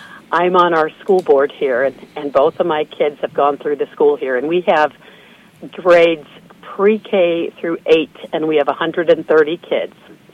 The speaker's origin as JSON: {"language": "English", "town": "Kalamazoo", "region": "Michigan", "country": "United States", "tie": "born or raised there", "also_born_or_lived": "New York", "moved": "as an adult", "said": "I worked for a law firm in Kalamazoo, Michigan, my hometown."}